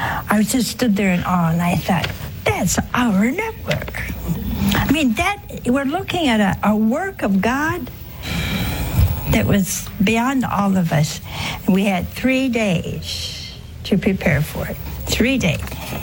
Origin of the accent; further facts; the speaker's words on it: Ohio, United States; We have people from my home state, Ohio